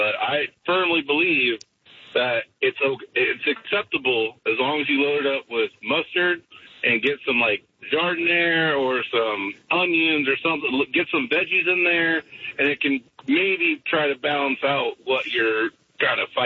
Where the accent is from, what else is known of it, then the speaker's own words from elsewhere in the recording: Iowa, United States; yeah, I'm from Iowa. I'm a Dolphins fan